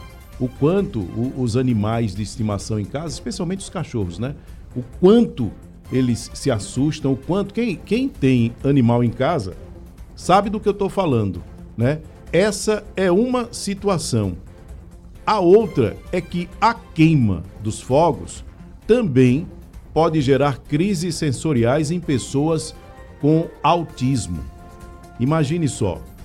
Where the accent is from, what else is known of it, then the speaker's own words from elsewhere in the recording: Brazil; em Ouro Preto, né? Onde eu cresci